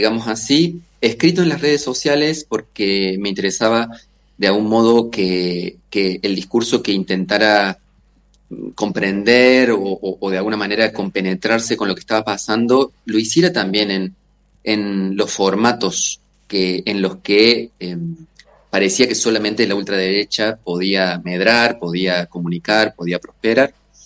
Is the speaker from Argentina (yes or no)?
yes; Córdoba, Argentina; sí soy de Córdoba, eso seguro.